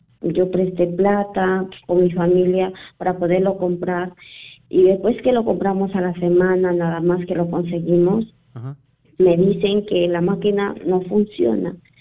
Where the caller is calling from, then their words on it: Lima, Peru; Y los llamo de acá de San Juan de Miraflores, pero he venido de visita, yo vivo en San Juan del Urigancho.